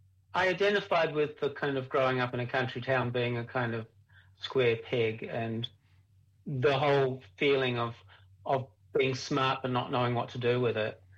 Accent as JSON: {"language": "English", "town": "Adelaide", "region": "South Australia", "country": "Australia", "moved": "as an adult", "lives_now": "New Zealand", "said": "I come from Adelaide originally, although I've spent more of my adult life in New Zealand, it has to be said, than I did in Australia. But I come from Adelaide originally, which is the driest state in the driest continent in the world."}